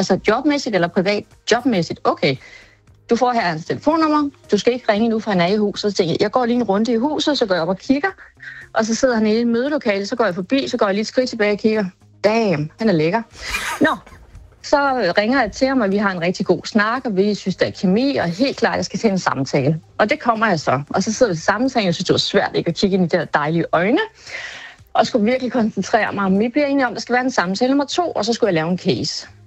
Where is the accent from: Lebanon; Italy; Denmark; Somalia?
Denmark; Stenløse, Capital Region of Denmark; jeg er fra Stenløse.